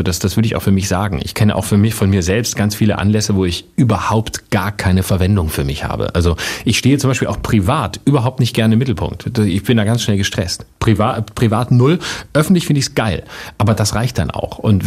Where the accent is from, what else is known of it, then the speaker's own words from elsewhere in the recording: Lörrach, Baden-Württemberg, Germany; Da habe ich bei der offenen Bühne in Lörrach an der Grenze zu Basel, wo ich herkomme, mitgemacht.